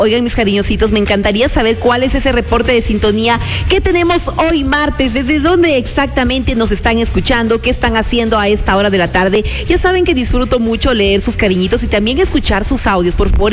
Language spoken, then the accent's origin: Spanish; Ecuador; Nosotros como ecuatorianos somos gente respetuosa